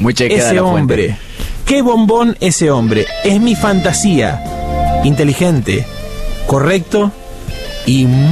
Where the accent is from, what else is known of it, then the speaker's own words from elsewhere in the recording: Salto, Buenos Aires Province, Argentina; No, yo soy de Salto, Buenos Aires